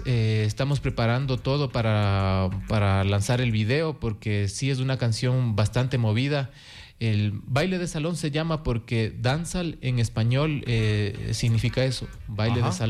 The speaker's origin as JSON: {"language": "Spanish", "town": "Latacunga", "region": "Cotopaxi", "country": "Ecuador", "said": "yo soy de aquí de Latacunga, específicamente del barrio Rumipamba."}